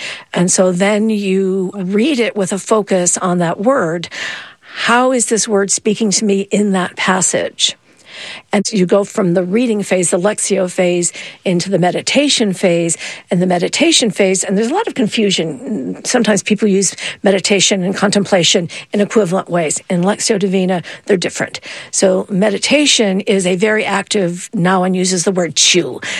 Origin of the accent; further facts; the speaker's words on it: Latrobe, Pennsylvania, United States; I'll send you to my hometown, Latrobe, Pennsylvania. It's got the oldest Benedictine archabbey in the country.